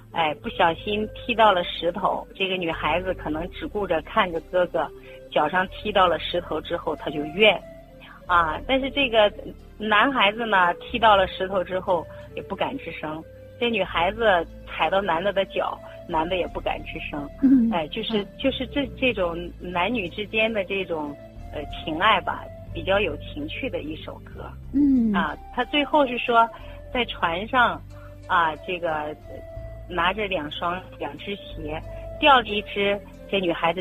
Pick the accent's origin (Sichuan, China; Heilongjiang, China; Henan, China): Henan, China; 我是河南人，就是我说的普通话跟这个客家话还是有一定的差别。